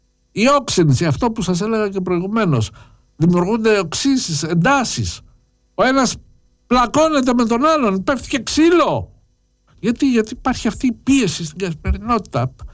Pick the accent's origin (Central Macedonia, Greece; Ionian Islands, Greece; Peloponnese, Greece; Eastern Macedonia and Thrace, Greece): Ionian Islands, Greece